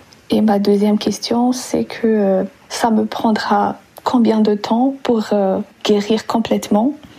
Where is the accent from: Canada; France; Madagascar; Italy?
Madagascar; now in Bonn, Germany; Bonjour, Priorité Santé. … je viens de Madagascar. J'ai 27 ans et j'habite actuellement en Allemagne, dans la ville de Bonn